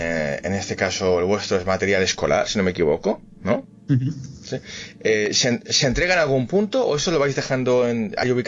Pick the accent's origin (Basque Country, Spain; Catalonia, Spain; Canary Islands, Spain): Catalonia, Spain; aquí los tres somos catalanes